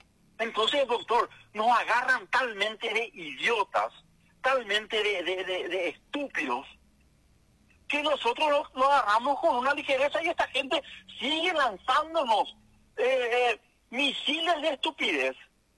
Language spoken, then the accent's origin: Spanish; Paraguay